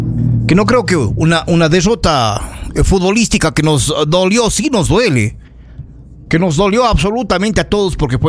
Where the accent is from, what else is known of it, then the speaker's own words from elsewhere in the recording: Ecuador; nosotros como ciudadanos ecuatorianos